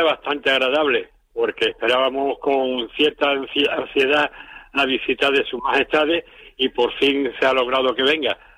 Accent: Spain; somos españoles

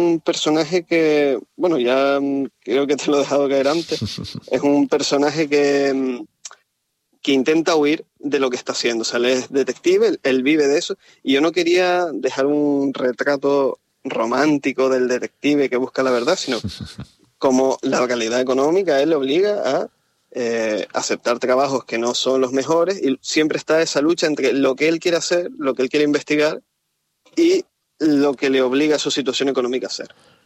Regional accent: Tacoronte, Canary Islands, Spain; el pueblo donde se inspira gran parte de la historia, que es mi pueblo, Tacoronte, en Tenerife.

